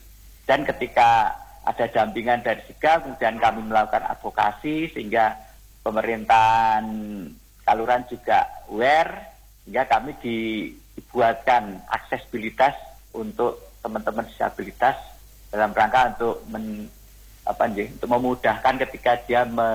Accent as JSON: {"language": "Indonesian", "town": "Trimulyo", "country": "Indonesia", "said": "karena paguyuban disabilitas Trimulyo itu kan kami dari desa Trimulyo, sebetulnya seperti itu Mbak."}